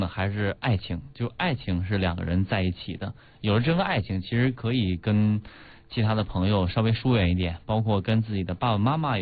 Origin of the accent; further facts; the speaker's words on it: China; 作为中国人来讲